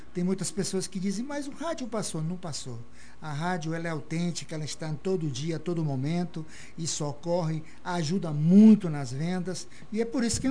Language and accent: Portuguese; Rondônia, Brazil; nós somos daqui, nós somos do norte. Somos de Rondônia, da fronteira com a Bolívia, né?